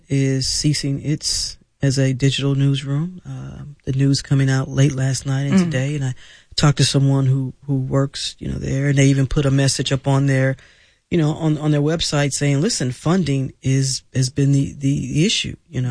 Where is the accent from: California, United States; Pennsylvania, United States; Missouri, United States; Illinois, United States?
Missouri, United States; St. Louis; I grew up in St. Louis where we used to get the St. Louis Argus.